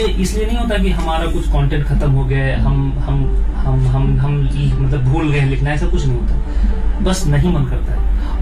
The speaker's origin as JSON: {"language": "Hindi", "town": "Lucknow", "region": "Uttar Pradesh", "country": "India", "said": "मैं जैसे मैं लखनऊ से हूँ, तो मेरी उर्दू थोड़ी अच्छी ग्रिप है उर्दू पे"}